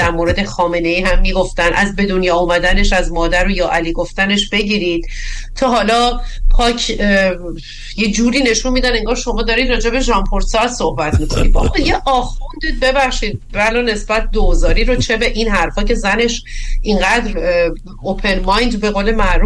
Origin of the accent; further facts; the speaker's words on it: Gilan, Iran; خب من دستمو گرفتم بالا، من گیلکم.